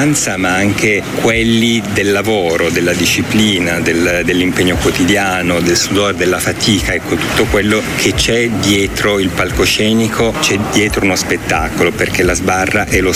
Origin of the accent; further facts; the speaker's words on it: Piedmont, Italy; sono piemontese e sono legato a questa città.